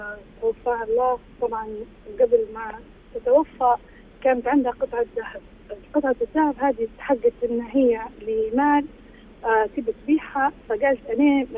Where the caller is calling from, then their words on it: Libya; accent: Libyan; نقول احنا بالليبي